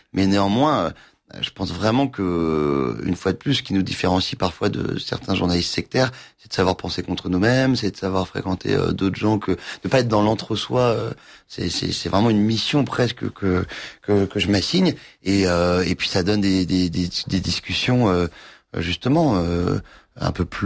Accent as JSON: {"language": "French", "town": "Louveciennes", "region": "Île-de-France", "country": "France", "tie": "born or raised there", "said": "j'ai grandi à Louveciennes. C'est à côté de Versailles, plus précisément situé entre Marly-le-Roi et Saint-Germain-en-Laye. J'ai habité route de Marly, c'est une grande artère qui longe le parc de Marly"}